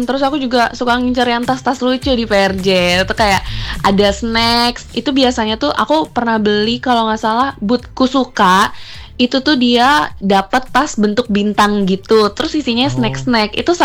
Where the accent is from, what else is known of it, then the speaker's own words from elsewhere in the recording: Bekasi, West Java, Indonesia; Enggak, aku dari kota Bekasi. Kebetulan kota Bekasi dekat lah ya dari Jakarta.